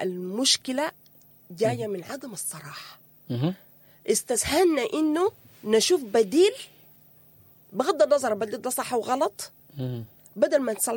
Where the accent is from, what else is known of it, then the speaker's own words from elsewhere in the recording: Sudan; نحن كأسر سودانية